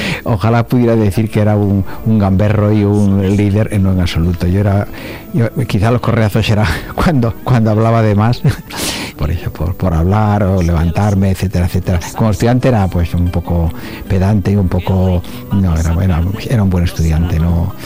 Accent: Castilla-La Mancha, Spain; also born or lived in A Coruña; yo nací en Galicia, en La Coruña, y vivía en una ciudad muy bonita hasta los 5 años y después me trasplanté a La Mancha.

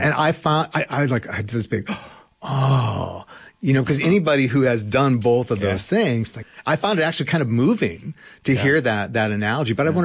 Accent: Cleveland, Ohio, United States; And I have that same sensation, and I grew up in Cleveland.

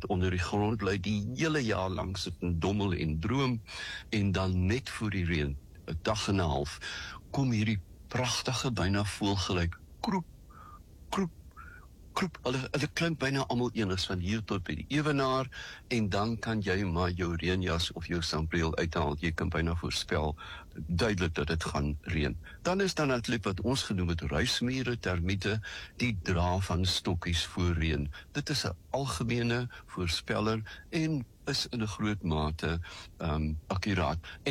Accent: Robertson, Western Cape, South Africa; As kind op Robertson het ons 4 maniere gehad van weervoorspelling.

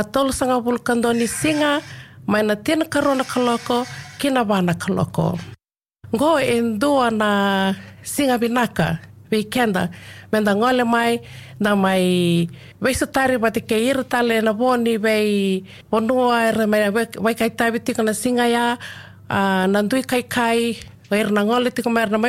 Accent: Gelikuro, Fiji; now in Alice Springs, Australia; I am from Gelikuro, the province of Te Levu, from the beautiful island of Fiji. I have lived in Alice Springs for the last 14 years with my family.

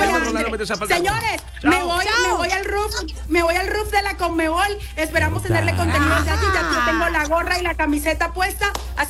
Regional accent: Barrancas, La Guajira, Colombia; es de mi pueblo, yo soy del lugar donde nació Lucho Díaz.

